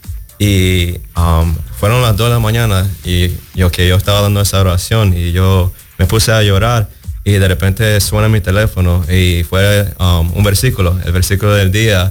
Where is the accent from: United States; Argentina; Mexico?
United States; Florida; born there; yo fui nacido aquí en Florida, well, the United States. I'm American, pero mis padres son nicaragüenses